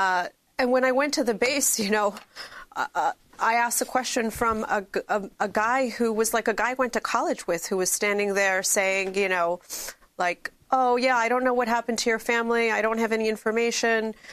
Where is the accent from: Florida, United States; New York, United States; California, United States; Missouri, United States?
New York, United States; As a New Yorker, the shock and the horror and all of that, and the thoughts about what would happen to us, knowing that it probably was Osama bin Laden.